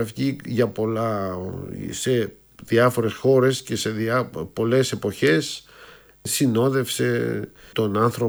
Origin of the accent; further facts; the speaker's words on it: Peloponnese, Greece; born there; first language Greek; moved away as an adult; also born or lived in Athens, Greece / France; Ποιος είμαι εγώ που είμαι Έλληνας, που γεννήθηκα στην Πελοπόννησο, που σπούδασα στην Αθήνα, που μιλάω την ελληνική γλώσσα, η οποία ήταν και η μόνη γλώσσα που ήξερα και μίλαγα, και τότε μάθαινα και γαλλικά.